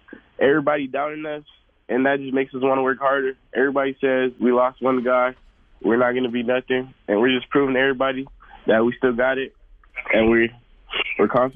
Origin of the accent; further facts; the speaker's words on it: Tucson, Arizona, United States; I was born and raised in Tucson.